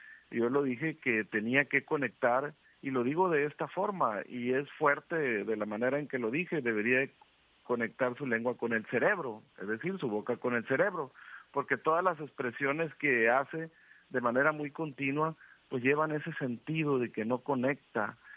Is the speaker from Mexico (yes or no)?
yes; Guasave, Sinaloa, Mexico; yo soy de Guasave, yo me interesa mucho lo que sucede en mi municipio